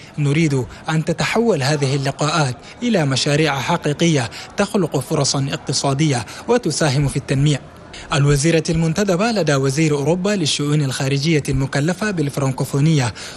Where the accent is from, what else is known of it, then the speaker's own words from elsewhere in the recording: Chad; لبلادنا تشاد